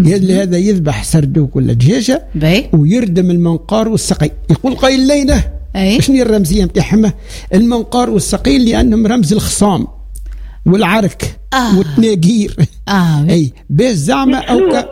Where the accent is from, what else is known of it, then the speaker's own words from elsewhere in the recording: Sfax, Sfax Governorate, Tunisia; احنا عندنا في صفاقس